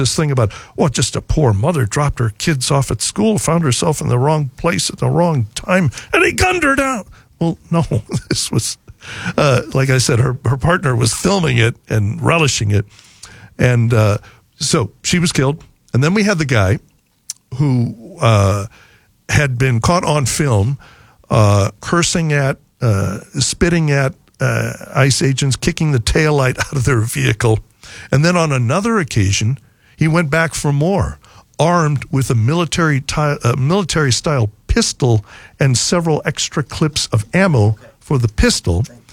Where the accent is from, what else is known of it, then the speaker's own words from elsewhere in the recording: Nebraska, United States; growing up in the Cathedral area